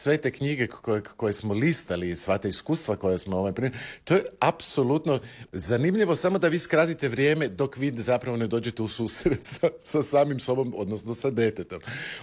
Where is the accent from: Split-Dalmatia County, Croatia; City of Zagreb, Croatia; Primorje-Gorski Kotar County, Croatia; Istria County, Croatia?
City of Zagreb, Croatia; Zagreb; Odrastao sam u Prečkom.